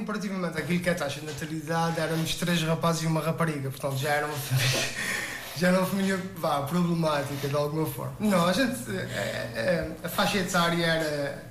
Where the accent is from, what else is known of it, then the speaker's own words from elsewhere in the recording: Ribeira Grande, Azores, Portugal; accent: São Miguel; moved away as an adult; also born or lived in Ponta Delgada / Coimbra; Eu nasci na freguesia, apesar de ser da Ribeira Grande, eu nasci em São José, no Conselho de Ponte Delgado.